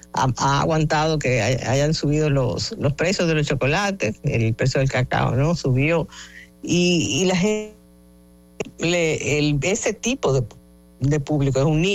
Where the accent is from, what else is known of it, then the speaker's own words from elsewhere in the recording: Dominican Republic; me duele como dominicana